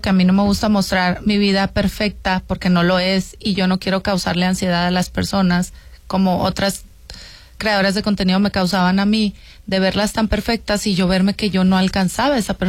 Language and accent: Spanish; Sonora, Mexico; Soy sonorense